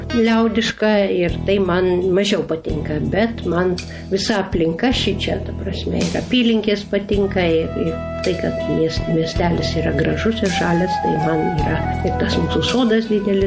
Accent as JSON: {"language": "Lithuanian", "town": "Vilnius", "region": "Vilnius County", "country": "Lithuania", "tie": "born or raised there", "also_born_or_lived": "Utena", "moved": "as an adult", "said": "aš esu vilnietė ir Vilniuje ir mokyklą baigiau Salomėjos Nėries ir vėliau mokinausi dailės institutą, Vilniaus dailės institutę"}